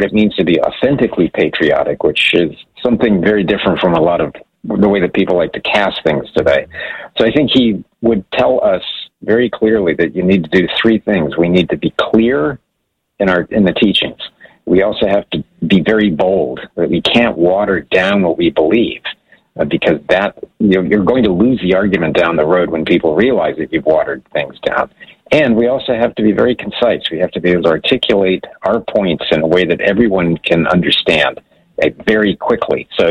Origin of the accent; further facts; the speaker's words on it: Hawaii, United States; also born or lived in Germany; Born in Germany, grew up in a Hawaii military family.